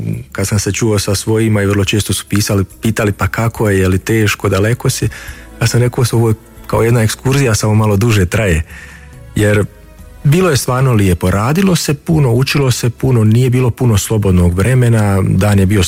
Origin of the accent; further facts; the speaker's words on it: Vitez, Federation of Bosnia and Herzegovina, Bosnia & Herzegovina; moved away as an adult; now in Münster, Germany; Rodom sam iz Viteza, također iz Srednje Bosne